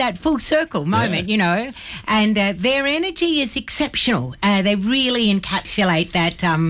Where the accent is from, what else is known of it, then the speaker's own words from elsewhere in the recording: Canamble, New South Wales, Australia; I'm very proud to say I grew up in Canamble.